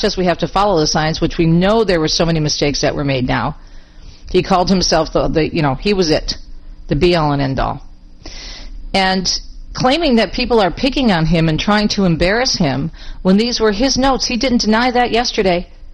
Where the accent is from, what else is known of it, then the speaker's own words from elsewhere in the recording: Michigan, United States; my home state of Michigan